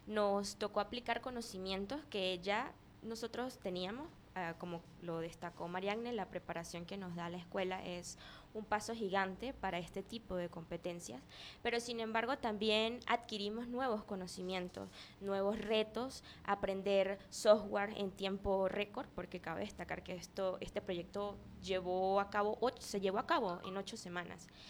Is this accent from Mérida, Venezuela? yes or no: yes; Mérida, Venezuela; demostrar que los venezolanos tenemos talento, pero sobre todo los merideños, porque cabe acotar que todos aquí somos andinos